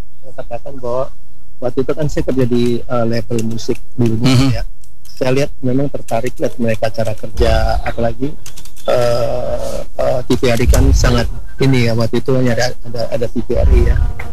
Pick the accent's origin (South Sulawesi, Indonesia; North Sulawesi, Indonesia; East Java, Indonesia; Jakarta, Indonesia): North Sulawesi, Indonesia; Manado; Iya, betul. Kita dari Manado.